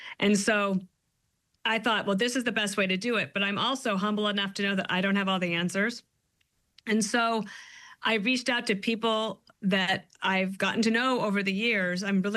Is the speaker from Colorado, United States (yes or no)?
yes; Colorado, United States; born there; also born or lived in Wyoming; I grew up in a wonderful place, but it's very, very different. I grew up in Colorado and Wyoming.